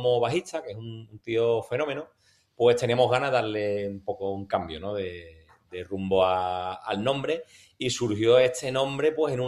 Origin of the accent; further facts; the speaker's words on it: Jerez de la Frontera, Andalusia, Spain; somos del sur, somos de Cádiz, somos de Jerez, nuestras letras hablan de las cosas que nos pasan por aquí, cuando cantamos pues tenemos nuestro puntito, nuestro deje